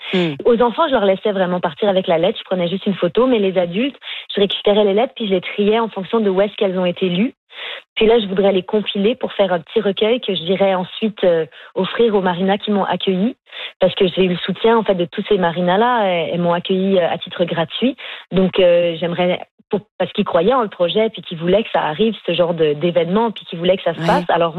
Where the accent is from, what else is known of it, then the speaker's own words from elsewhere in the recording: Montreal, Quebec, Canada; J'ai grandi au Québec et puis et à Montréal, en fait